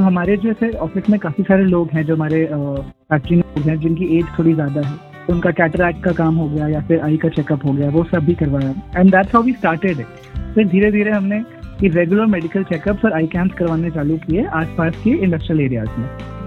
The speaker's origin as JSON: {"language": "Hindi", "town": "Lucknow", "region": "Uttar Pradesh", "country": "India", "said": "हम लोग मतलब ओरिजिनली लखनऊ से, लखनऊ के पास भी हमारा गांव है सिधौली करके।"}